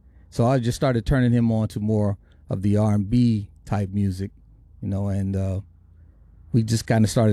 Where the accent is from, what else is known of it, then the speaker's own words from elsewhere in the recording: Minneapolis, Minnesota, United States; Because we grew up in Minneapolis, and we probably did have some overlapping musical taste, but Minneapolis was a place that you very rarely would hear R&B music on the radio.